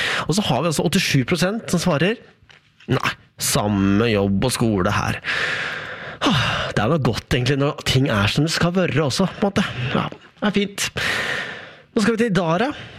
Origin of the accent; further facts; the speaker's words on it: Alvdal, Innlandet, Norway; also born or lived in Tromsø; now in Lillehammer, Norway; det jo bare rett over fjellet, vet du, fra jeg vokste opp på Alvdal